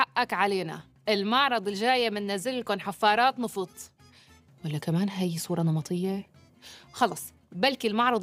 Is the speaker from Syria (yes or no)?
yes; Syria; لانه عم يعزز الصوره النمطيه عنا كسوريين.